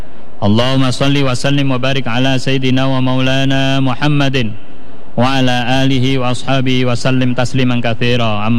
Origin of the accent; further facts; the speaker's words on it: Indonesia; عن بلدنا إندونيسيا خاصة وسائر البلدان المسلمين عامة